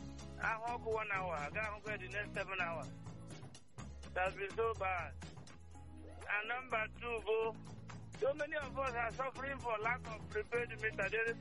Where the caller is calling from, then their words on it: Nigeria; My area, I am from Clifford Road in Ezuku area.